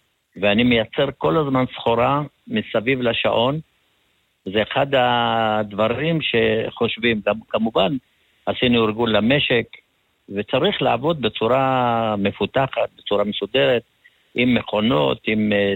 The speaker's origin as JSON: {"language": "Hebrew", "town": "Sde Yitzhak", "region": "Haifa District", "country": "Israel", "tie": "born or raised there", "said": "גדלתי בשדה יצחק"}